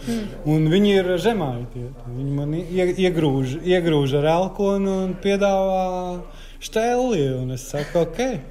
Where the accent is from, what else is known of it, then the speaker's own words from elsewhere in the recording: Courland, Latvia; Un es esmu kurzemnieks.